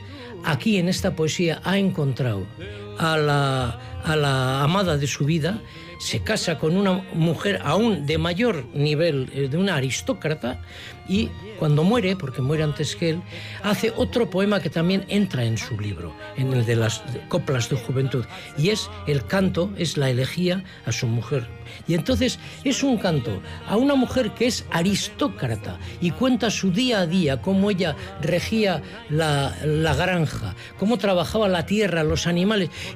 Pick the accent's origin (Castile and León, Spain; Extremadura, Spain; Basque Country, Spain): Basque Country, Spain; Bilbao; concretamente Servidor, como bilbaíno lo tengo que decir así